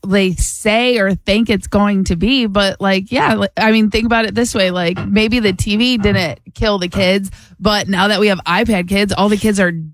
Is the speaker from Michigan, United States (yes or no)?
yes; Michigan, United States; moved away; my hometown back in Michigan.